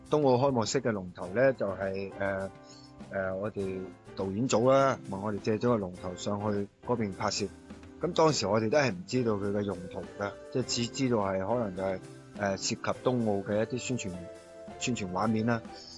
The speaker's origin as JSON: {"language": "Cantonese", "region": "Guangdong", "country": "China", "said": "我哋廣府人"}